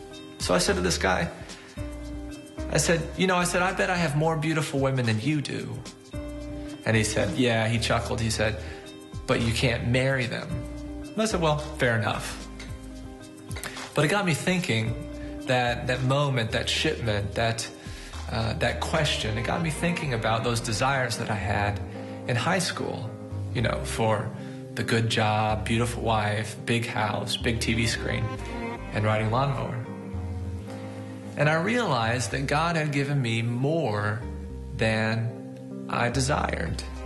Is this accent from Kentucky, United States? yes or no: yes; Owensboro, Kentucky, United States